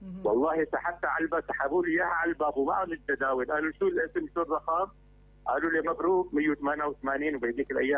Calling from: Homs, Homs Governorate, Syria

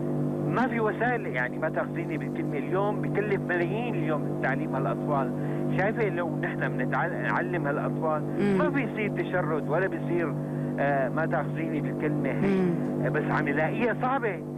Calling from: Damascus, Damascus Governorate, Syria; أنا عم بحكيك من الشام.

